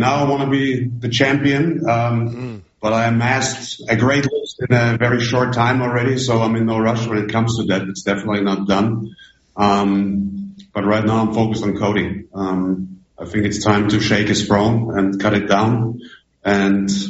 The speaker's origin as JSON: {"language": "English", "country": "Austria", "tie": "born or raised there", "said": "I grew up in Austria, which is just right next door. I'm a proud European"}